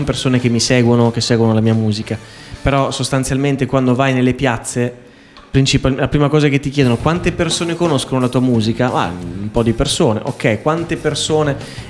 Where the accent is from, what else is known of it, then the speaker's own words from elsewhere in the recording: Ferrara, Emilia-Romagna, Italy; io sono cresciuto a Ferrara.